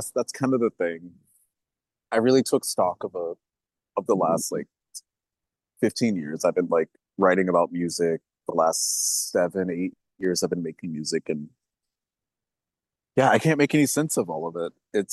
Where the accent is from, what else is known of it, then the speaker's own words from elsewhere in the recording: Alabama, United States; moved away; People are like, where are you from? You say Alabama